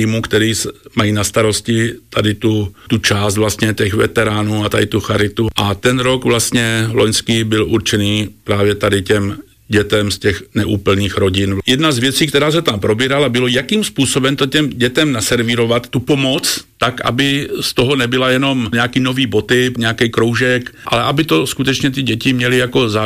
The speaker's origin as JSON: {"language": "Czech", "region": "Moravia", "country": "Czechia", "said": "Ja mám na Slovensku stejne přátel ako u nás na Moravě nebo v Čechách, takže ja toto absolútne nevnímam."}